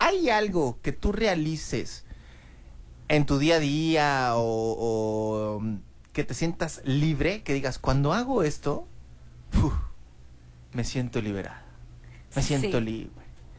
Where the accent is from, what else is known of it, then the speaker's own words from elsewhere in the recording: Mexico; Y, por supuesto, hay muchas cosas que nos identifican como mexicanos.